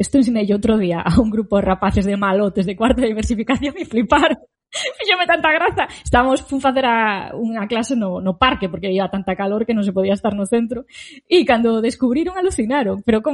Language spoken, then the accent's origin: Galician; A Coruña, Galicia, Spain; pero non te vou felicitar … vou te felicitar como coruñés